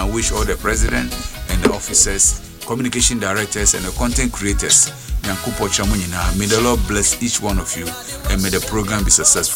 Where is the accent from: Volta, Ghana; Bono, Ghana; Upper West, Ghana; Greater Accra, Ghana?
Volta, Ghana; So tomorrow, the grand launch will be at Angloga in the Volta region. I'm from Volta and to be there. So we are all going home.